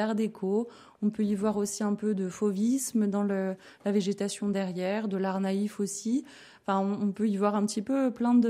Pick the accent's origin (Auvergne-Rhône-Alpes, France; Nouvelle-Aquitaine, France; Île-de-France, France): Auvergne-Rhône-Alpes, France; Lyon; moved away as an adult; now in Gap, France; à Gap depuis 10 ans et donc je suis venue à Gap pour le travail. Je suis lyonnaise d'origine